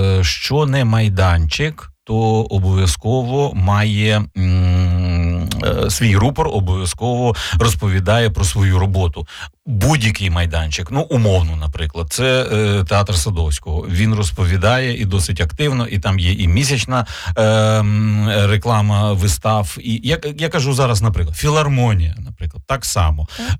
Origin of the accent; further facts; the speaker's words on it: Vinnytsia, Vinnytsia Oblast, Ukraine; наше рідне місто